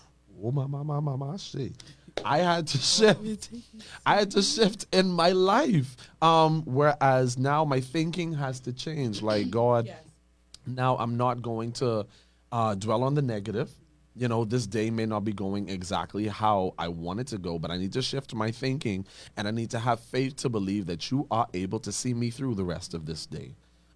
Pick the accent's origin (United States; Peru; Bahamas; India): Bahamas; Nassau, New Providence; moved away as an adult; Born and raised in Nassau, Bahamas. Came back home from school to get reacquainted with my island roots.